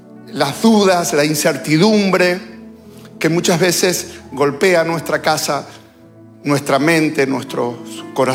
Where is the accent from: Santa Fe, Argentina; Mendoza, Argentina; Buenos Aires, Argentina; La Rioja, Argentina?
Buenos Aires, Argentina; Me crié en la Capital Federal